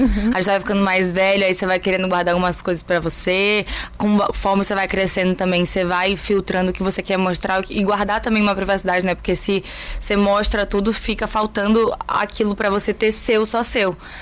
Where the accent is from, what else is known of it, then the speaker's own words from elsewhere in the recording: Campos dos Goytacazes, Rio de Janeiro, Brazil; moved away as an adult; also born or lived in São Paulo; now in Fortaleza, Brazil; eu sou campista. Eu sou do interior do Rio de Janeiro, em Campos dos Goytacazes. Eu nasci lá a vida inteira, fiquei até 18 anos. É uma cidade que fica a umas 4 horas do Rio, nem é tão perto, não tem praia. Mas a gente gosta, tem aquele climinha de interior que todo mundo se conhece